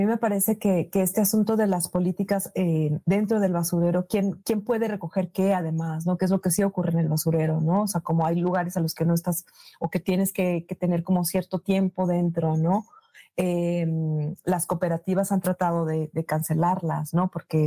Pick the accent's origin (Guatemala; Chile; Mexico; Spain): Mexico; northern Mexico; now in United States; en lugares de donde yo vengo en el norte